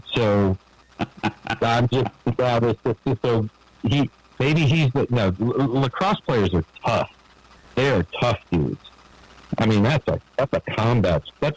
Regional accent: Baltimore, Maryland, United States; born there

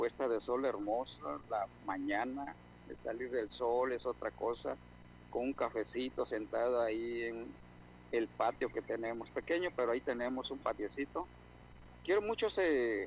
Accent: Baja California, Mexico; also born or lived in Tijuana; now in Tecate, Mexico; a pesar que no soy nativo de Baja California, pero yo le tengo un cariño a mi Baja California. Desde los 5 años estoy aquí

